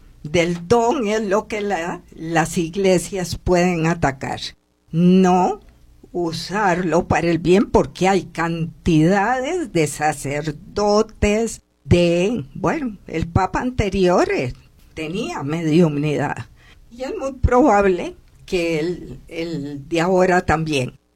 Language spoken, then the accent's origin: Spanish; Costa Rica; born there; yo nací, mi espíritu escogió en esta encarnación venir, nacer en Costa Rica, en un cuerpo femenino, en raza blanca.